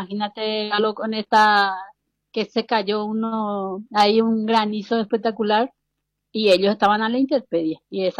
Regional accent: Paraguay; now in Spain; fundar una asociación como paraguayo

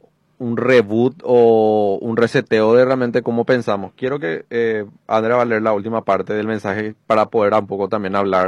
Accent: Paraguay; porque eso es básicamente representante de cómo somos nosotros como paraguayos

